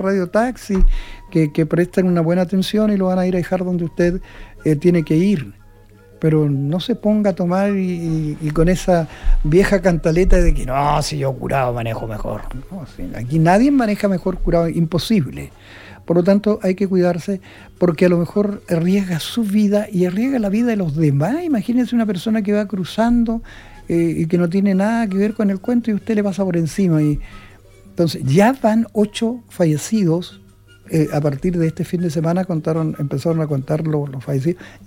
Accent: Chile; now in Iquique, Chile; Nos sentimos orgullosos de ser chileno.

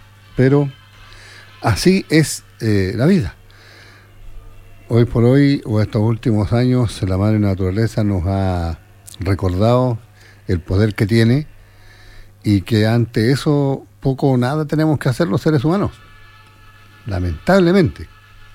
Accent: Chile; born there; me siento más chileno, me siento más orgulloso de haber nacido en esta larga y angosta faja de tierra llamada Chile.

